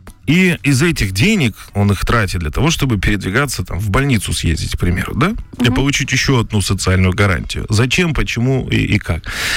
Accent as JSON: {"language": "Russian", "town": "Bishkek", "country": "Kyrgyzstan", "tie": "born or raised there", "moved": "yes", "lives_now": "Russia", "said": "Я родился в Киргизии, в городе Бишкек."}